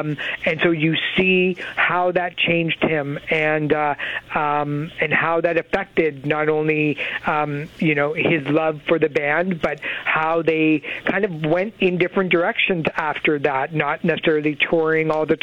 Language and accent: English; Canada; Yeah, and of course, being Canadian, we have to start arguing about whether or not if there's enough Canadian content on there.